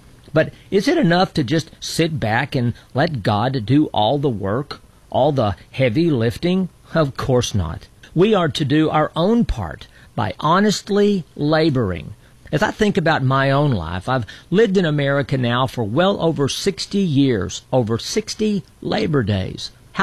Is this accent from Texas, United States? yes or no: yes; Texas, United States; As a young boy growing up in Texas